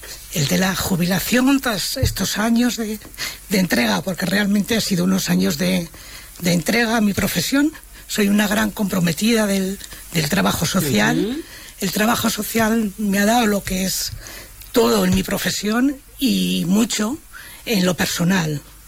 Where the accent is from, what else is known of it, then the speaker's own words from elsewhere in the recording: Tudelilla, La Rioja, Spain; also born or lived in Pradejón / Calahorra; Soy de Tudelilla, como siempre he dicho, ejerzo de pueblo, ejerzo de Tudelilla.